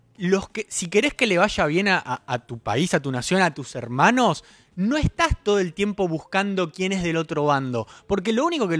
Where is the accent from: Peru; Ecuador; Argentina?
Argentina; lo sufrimos todos como argentinos en el Mundial.